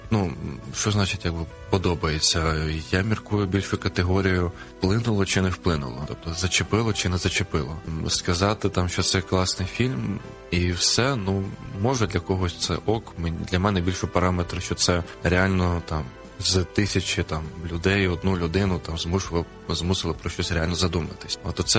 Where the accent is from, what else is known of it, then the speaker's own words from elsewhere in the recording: Kyiv, Ukraine; born there; Я народився в Києві, тут і живу.